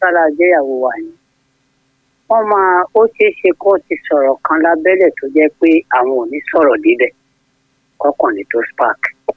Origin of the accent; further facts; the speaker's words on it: Egbado, Ogun, Nigeria; kì í ṣe pé wọ́n ní wọ́n pé nílùú níbi tí mo ti wá lẹ́gbàdo Ogun State.